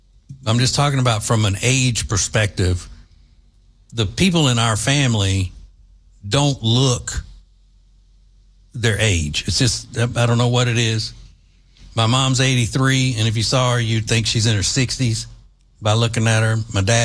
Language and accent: English; Louisiana, United States; And, you know, even though I grew up in Central Louisiana, the closest Major League Baseball team to me was the Houston Astros.